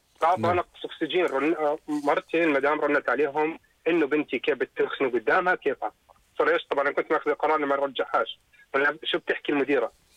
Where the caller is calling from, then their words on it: Jordan; الدخان عندنا بالأردن ليش مسموح؟